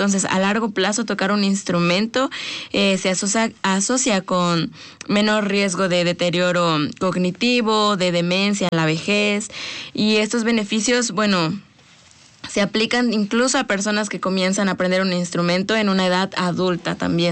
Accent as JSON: {"language": "Spanish", "country": "Mexico", "said": "De los que, pues, somos mexicanos"}